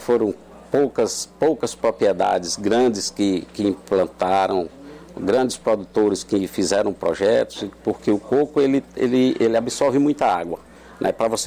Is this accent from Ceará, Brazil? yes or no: yes; Crato, Ceará, Brazil; moved away as an adult; sou natural do Crato. Em 1997, eu vim implantar um projeto de coco na fazenda de um tio meu, aqui na cidade de Trairi, a 120 quilômetros de Fortaleza.